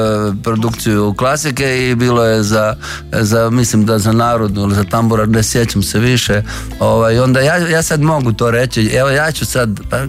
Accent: Slatina, Virovitica-Podravina County, Croatia; A kako sam porijeklom iz Slatine, a Slatina je na rimskom, na kojem, Marinianis.

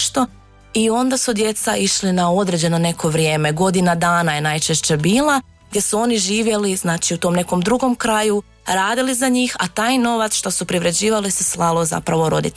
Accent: Karlovac County, Croatia; Tako je, ja kažem jedino pravo Zagorje.

